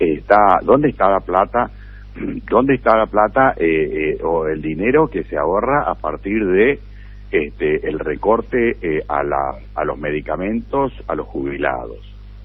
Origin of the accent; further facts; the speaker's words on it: Argentina; yo como buen peronista, pero sobre todo como buen argentino